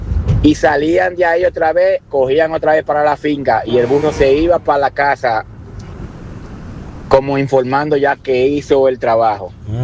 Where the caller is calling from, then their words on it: Jarabacoa, La Vega, Dominican Republic; nosotros somos de Jarabacoa.